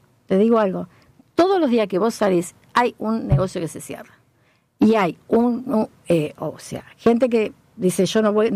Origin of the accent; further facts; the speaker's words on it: Argentina; somos argentinos.